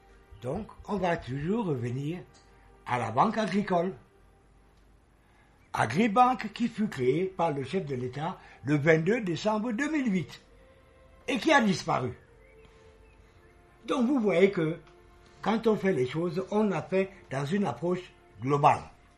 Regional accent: Yaoundé, Centre, Cameroon; Moi, quand j'étais petit, à Messa, on avait une grande cour derrière.

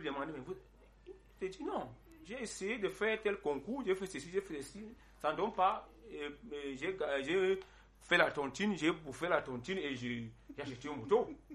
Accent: Cameroon; Qu'est-ce qui manque, par exemple, au Cameroun, puisque nous sommes des Camerounais?

